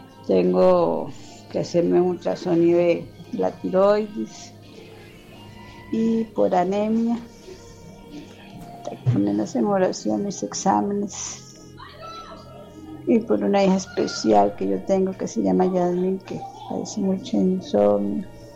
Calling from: Siquirres, Limón, Costa Rica; soy de Siquirres

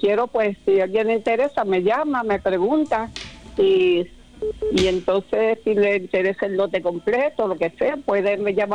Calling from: Guánica, Puerto Rico; Estoy llamando de Guánica.

